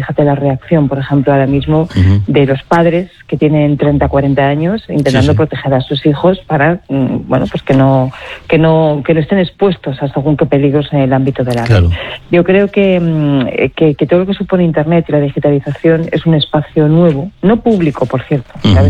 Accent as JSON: {"language": "Spanish", "region": "Aragon", "country": "Spain", "said": "yo soy aragonesa, en el Pirineo muchos valles fueron anegados"}